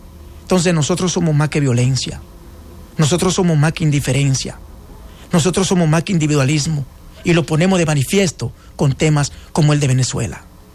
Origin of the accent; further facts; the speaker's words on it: Dominican Republic; nosotros como dominicanos, como sociedad